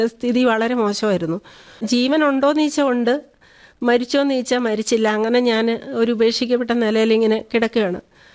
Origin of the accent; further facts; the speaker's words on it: Rajakkad, Kerala, India; ഇടുക്കിയിലാണ്, Idukki Rajakkad.